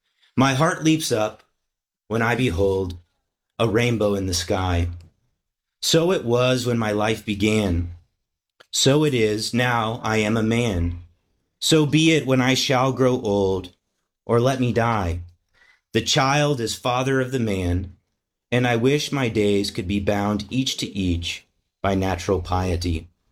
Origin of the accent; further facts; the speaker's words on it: Kansas, United States; I grew up in Kansas and we had a lot of storms coming through